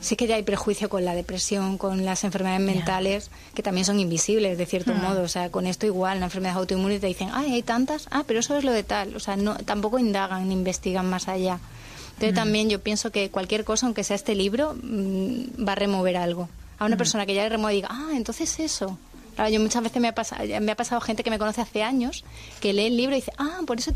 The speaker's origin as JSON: {"language": "Spanish", "town": "Cáceres", "region": "Extremadura", "country": "Spain", "said": "Soy de Cáceres."}